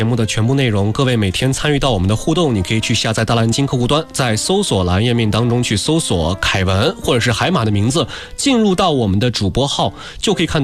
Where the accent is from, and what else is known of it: China